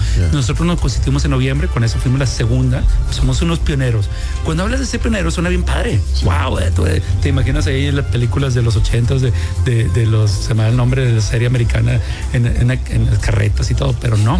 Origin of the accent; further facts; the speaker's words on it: Mexico; Yo personalmente he tenido la oportunidad de vivir en varios países, y una cosa que como mexicano me di cuenta